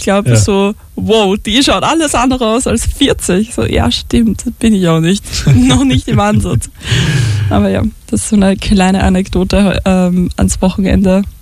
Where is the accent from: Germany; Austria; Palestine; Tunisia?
Austria; St. Pölten, Lower Austria; Als gebürtige St. Pöltnerin habe ich als Kind in der Volksschule auch schon eine Stadttour gemacht